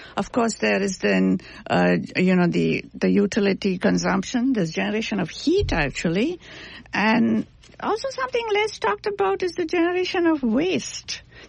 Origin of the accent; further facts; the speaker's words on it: India; moved away; I'm originally from India